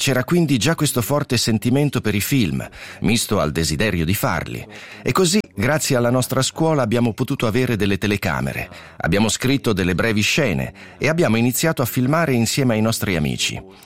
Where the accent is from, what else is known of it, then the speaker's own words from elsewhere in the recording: Aarberg, Bern, Switzerland; born there; Siamo nati ad Arberg, nel Canton Berna. La città più vicina era Bienne, dove c'era il Film Podium.